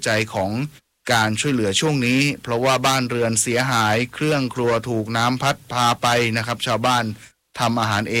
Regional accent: Southern Thailand, Thailand; เราเข้าใจดีในฐานะคนใต้นะ

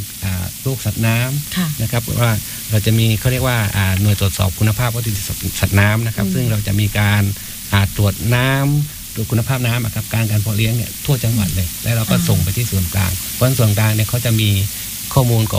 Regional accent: Krabi, Thailand; now in Phang Nga, Thailand; ผมเป็นคนกระบี่

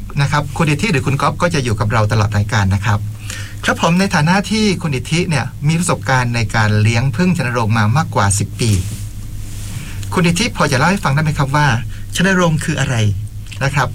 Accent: Southern Thailand, Thailand; ในฐานะที่เป็นคนใต้เอง

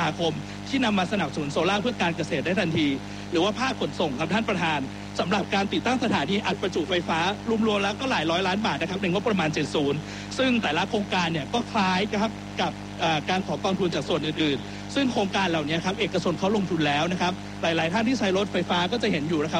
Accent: Lampang, Thailand; ผมเป็นคนลำปาง

